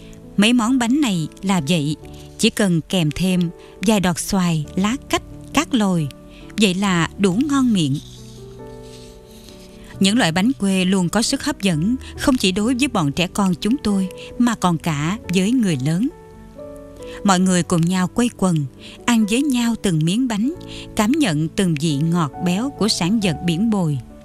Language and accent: Vietnamese; An Minh district, Kien Giang, Vietnam; Sấm biển quê tôi nằm ở đoạn kênh Mương Đào thuộc xã Vân Khánh, huyện An Minh. Ở vùng quê này, bà con làm kinh tế từ các vuông nuôi tôm, nuôi cua. Phần thì mưu sinh dựa vào bãi bồi ven biển.